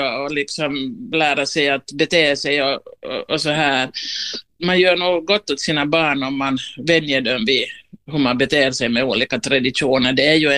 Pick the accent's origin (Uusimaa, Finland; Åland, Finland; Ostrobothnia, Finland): Ostrobothnia, Finland; Vet du, där har jag läst mitt liv helt i lugn och ro som österbottning utan kräftskivor och det där. Och så har vi ju min bildade familj här i Nyland.